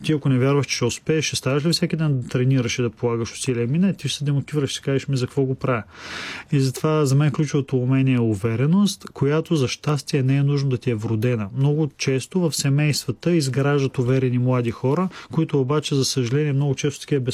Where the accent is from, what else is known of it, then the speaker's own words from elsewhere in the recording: Smolyan, Smolyan Province, Bulgaria; аз съм израснал в малко градче, Смолен. Аз съм от Смолен, от Родопите. Там всички се познават.